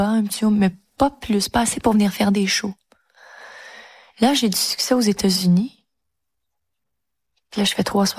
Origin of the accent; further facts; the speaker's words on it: Canada; je suis canadienne, je connais pas l'Eurovision du tout.